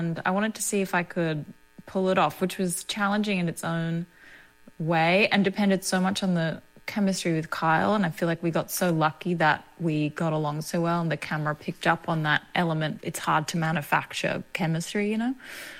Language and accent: English; Australia; accent: Australian; You know, if it was like my Australian accent, they'd be like, lock her up, you know?